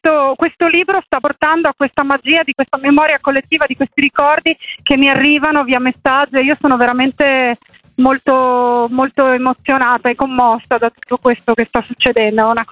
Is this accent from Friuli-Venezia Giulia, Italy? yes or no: yes; Gemona del Friuli, Friuli-Venezia Giulia, Italy; io sono originaria di Gemona del Friuli